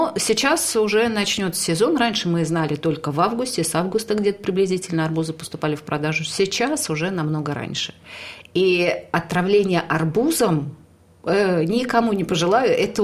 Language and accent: Russian; Kursk Oblast, Russia; moved away as an adult; now in Oryol, Russia; У нас в городке, в маленьком, из которого я приехала, из Курской области